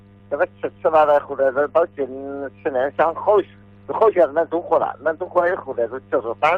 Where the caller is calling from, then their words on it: Zhongxiang, Hubei, China; 我是那个中乡是丰乐镇中村的。